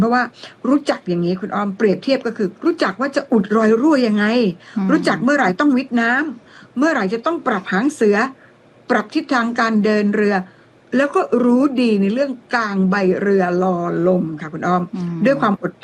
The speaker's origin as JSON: {"language": "Thai", "region": "Isan", "country": "Thailand", "said": "จากลูกอีสานมีโอกาสได้เรียนหนังสือแค่ชั้นป.4ผมก็มาบวชเนนหาความรู้ให้ตัวเองบวชเนนอยู่10ปีเลยนะคะ"}